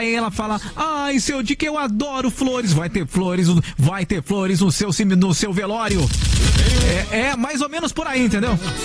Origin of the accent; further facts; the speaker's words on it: Sorocaba, São Paulo, Brazil; Mas eu vou convidar os caras que já estão lá, já estão na minha terra lá mesmo. Ó... O Murilo, tá em Sorocaba.